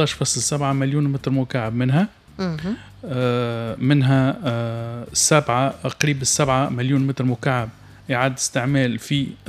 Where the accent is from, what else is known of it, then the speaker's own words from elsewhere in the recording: Tunisia; عندنا في تونس